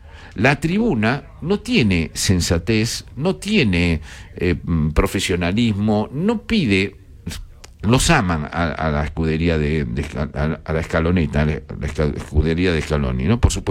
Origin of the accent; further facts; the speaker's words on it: Argentina; Eso somos nosotros, somos los argentinos, nos tienen que bancar así, etcétera, etcétera.